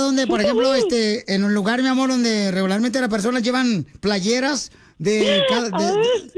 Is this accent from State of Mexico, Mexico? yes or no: no; Ciudad Juárez, Chihuahua, Mexico; Pues claro que sí, porque somos de Ciudad Juárez los dos.